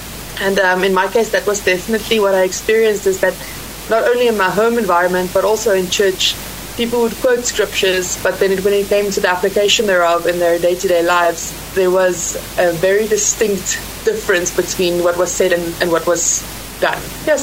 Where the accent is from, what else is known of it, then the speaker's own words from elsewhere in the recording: South Africa; like Rob said, and I'm South African. I grew up in the beautiful Drakensberg Mountains.